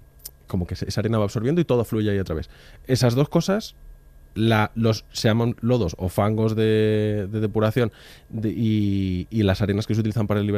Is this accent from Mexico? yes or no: no; Community of Madrid, Spain